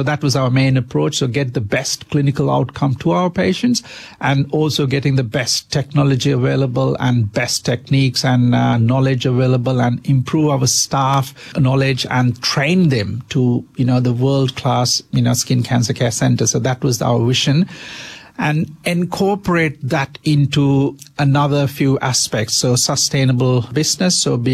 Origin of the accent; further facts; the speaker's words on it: Sri Lanka; also born or lived in Canada / Middle East / United Kingdom; now in Australia; worked in many countries, including Canada, Middle East, UK, and of course, I'm from Sri Lanka, so we're back in Sri Lanka.